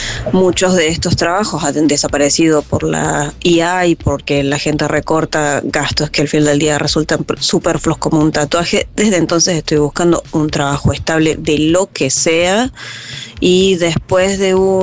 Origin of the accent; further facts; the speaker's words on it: Córdoba, Argentina; Aporto el dato de que soy de Córdoba y creo que acá está bastante más fulera la situación.